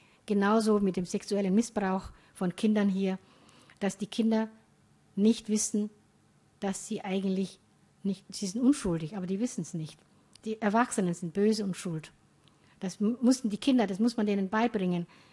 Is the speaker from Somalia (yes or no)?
yes; Somalia; in Somalia, das kenne ich nicht. Ich bin in Hemd und Hose, als Nomadin in kleines Tuch, aber sonst bin ich in Hemd und Hose aufgewachsen.